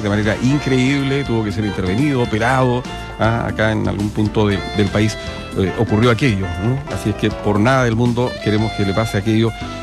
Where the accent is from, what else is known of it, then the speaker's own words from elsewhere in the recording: Chile; La implementamos ayer tarde como buen chileno a última hora con los preparativos, con ramitas ahí de aromo, a la bandera chilena